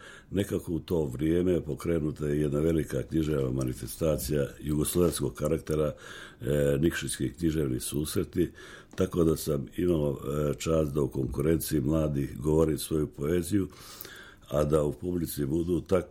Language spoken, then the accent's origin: Serbian; Berane, Berane Municipality, Montenegro; also born or lived in Vrbica / Petnica; život u Beranama, u mom rodnom kraju Vrbici, Petnici i u Crnoj Gori prije svega